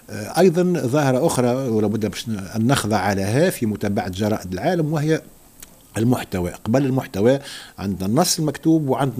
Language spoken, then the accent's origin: Arabic; Tunisia; بعت لكم قائمة أخبار تهمنا كتونسيين،